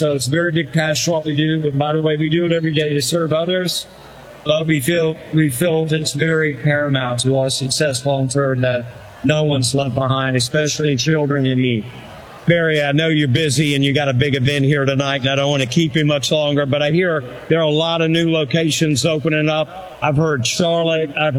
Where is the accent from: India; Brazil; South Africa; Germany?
Brazil; now in Miami, United States; We're from Brazil.